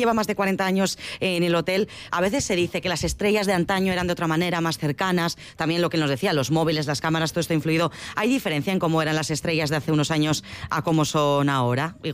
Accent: Bilbao, Basque Country, Spain; Para quienes además somos de Bilbao pero no hemos estado en el hotel

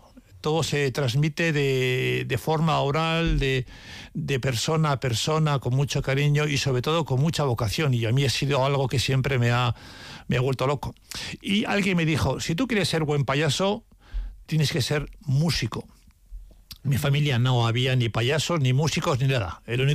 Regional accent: Bilbao, Basque Country, Spain; now in San Sebastián, Spain; mi familia y yo también éramos o somos de Bilbao, éramos de Bilbao, vivo aquí en Donosti, pero toda mi familia es de allí.

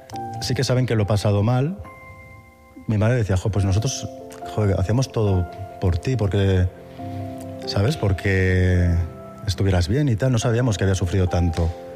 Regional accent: Navarre, Spain; me hizo no sentirme navarro, era, yo pensaba como vasco, o sea, más vasco que navarro.

